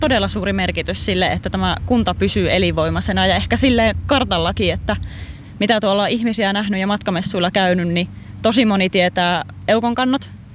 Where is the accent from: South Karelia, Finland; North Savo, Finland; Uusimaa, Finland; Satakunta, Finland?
North Savo, Finland; Sonkajärvi; born or raised there